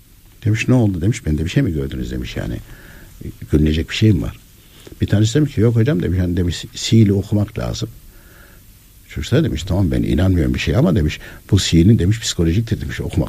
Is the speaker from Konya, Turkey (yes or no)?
yes; Konya, Turkey; ben de kendim Konyalıyım.